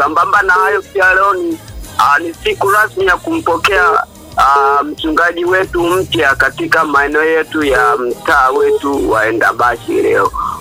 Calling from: Karatu, Arusha, Tanzania; natokea Karatu kwa Arusha.

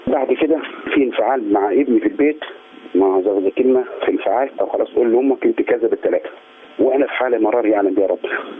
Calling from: Asyut, Asyut Governorate, Egypt; أنا من أسيوط

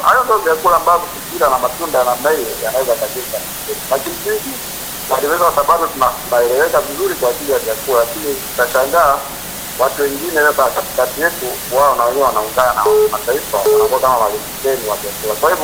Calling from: Kisarawe, Pwani, Tanzania; natokea Kisarawe.

